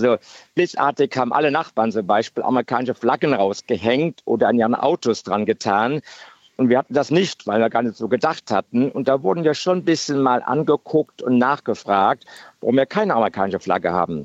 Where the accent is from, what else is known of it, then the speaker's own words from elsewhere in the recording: Germany; moved away as an adult; also born or lived in California, United States / southeastern US; Als Deutsche war man natürlich immer noch ganz anders im Ansehen